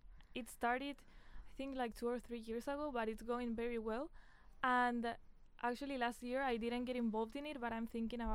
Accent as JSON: {"language": "English", "region": "Canary Islands", "country": "Spain", "moved": "as an adult", "lives_now": "Irvine, United States", "said": "I come from the Canary Islands, which are in Spain, but they are actually next to Morocco."}